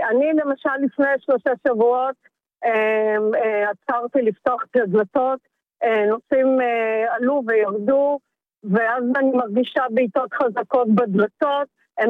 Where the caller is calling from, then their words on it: Holon, Tel Aviv District, Israel; הנהגת אוטובוס מחולון.